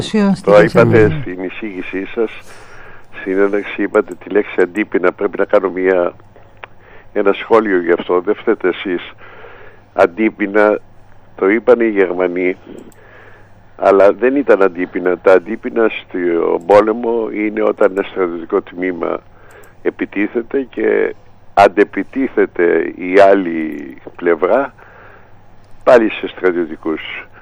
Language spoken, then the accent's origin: Greek; Greece; εμείς σαν Έλληνες διαχρονικά στην ιστορία είμαστε πάντοτε στη μεριά της ηθικής διάστασης όλων των αγώνων